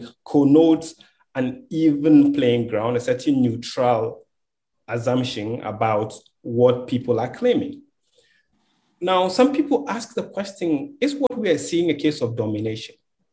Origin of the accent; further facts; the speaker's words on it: Ghana; growing up in Ghana